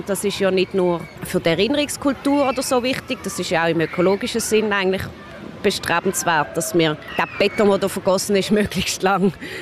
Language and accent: German; Basel, Basel-Stadt, Switzerland; Ich bin in Basel aufgewachsen, am Rhein.